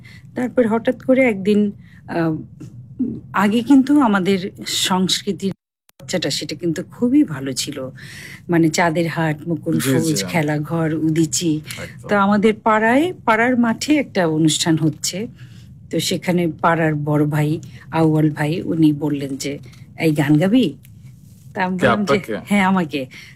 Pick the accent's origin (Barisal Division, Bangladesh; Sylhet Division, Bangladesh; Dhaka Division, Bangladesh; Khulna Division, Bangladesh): Dhaka Division, Bangladesh; Dhaka; also born or lived in Kazipur, Sirajganj; প্রকৃতির সাথে বেড়ে ওঠা, আমি শান্তিবাগে যেটা বললেন, আমার জন্ম হয়েছে হলি ফ্যামিলি হাসপাতালে।